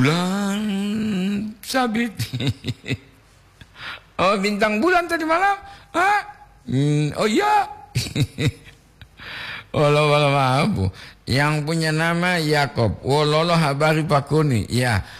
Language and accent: Indonesian; Gorontalo, Indonesia; now in Manado, Indonesia; Salam saya dari Gorontalo, sekarang merantau di Manado.